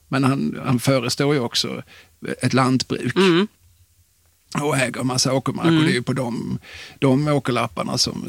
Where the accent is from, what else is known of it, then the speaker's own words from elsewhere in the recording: Skåne, Sweden; Det är lite intressant för att jag är ju själv från Skåne.